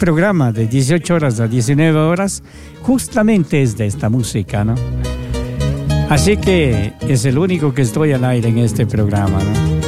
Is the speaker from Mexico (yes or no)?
no; Ecuador; Los ecuatorianos acá en Ecuador, en Sudamérica, esto preferimos.